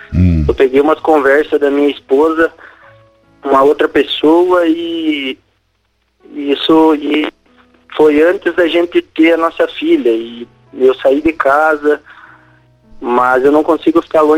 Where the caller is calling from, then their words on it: Paraná, Brazil; Eu falo do estado do Paraná.